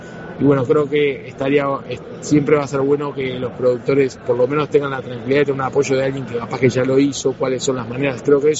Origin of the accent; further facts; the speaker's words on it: Uruguay; somos uruguayos, pues somos patriotas